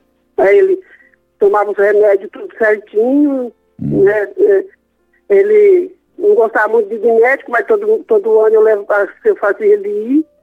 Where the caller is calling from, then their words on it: Álvares Machado, São Paulo, Brazil; De Álvares Machado.